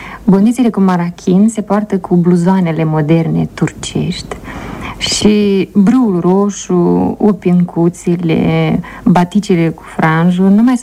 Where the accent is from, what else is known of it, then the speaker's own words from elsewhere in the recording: Giurgiulești, Cahul District, Moldova; Vin de la sudul Basarabiei, dintr-un sat vis-a-vis de Galați, care se numește Giurgiulești.